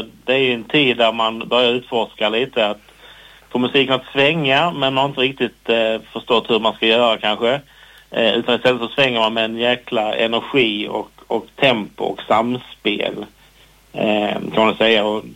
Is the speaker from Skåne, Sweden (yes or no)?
yes; Kristianstad, Skåne, Sweden; moved away as an adult; Jag kom från Kristianstad från början, den var ganska stark. Sen kom jag till Lund i mitten på 90-talet